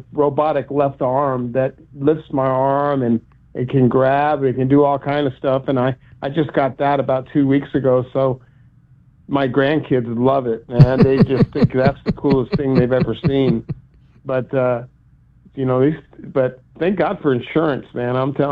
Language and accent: English; Tucson, Arizona, United States; I mean, I grew up in Tucson. I spent 60 years of my life in Tucson, Arizona. And I still look at Tucson as my home.